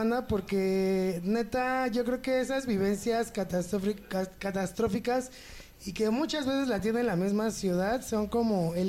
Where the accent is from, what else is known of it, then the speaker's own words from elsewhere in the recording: Ecatepec, State of Mexico, Mexico; now in Mexico City, Mexico; vivir en Querétaro y luego llegar a CDMX, yo que vengo de Catepec